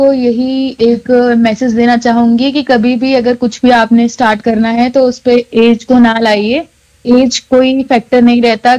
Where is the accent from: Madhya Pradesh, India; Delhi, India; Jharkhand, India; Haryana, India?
Haryana, India; Narwana; Class 10th APSC ओल्गेंड में पढ़ रही हूँ। मैं लोकल यहाँ नरवाना से हूँ।